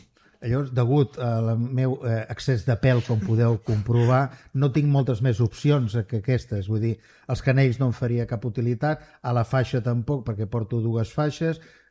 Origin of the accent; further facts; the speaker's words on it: Vilanova i la Geltrú, Catalonia, Spain; born there; Jo vaig néixer a Vilanova i la Geltrú